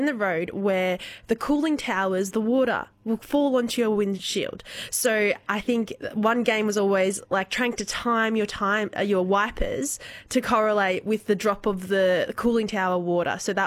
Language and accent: English; Yallourn North, Victoria, Australia; growing up in Yulon North